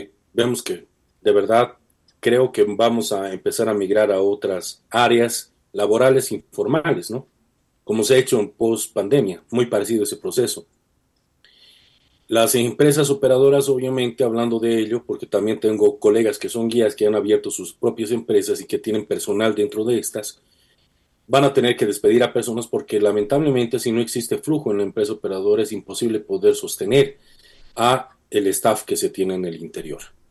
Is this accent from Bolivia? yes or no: yes; Bolivia; nos estamos saboteando, autosaboteando como bolivianos.